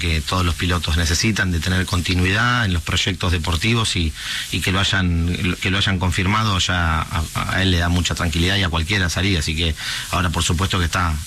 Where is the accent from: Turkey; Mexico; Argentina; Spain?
Argentina; Nos pasó por ahí a nosotros como argentinos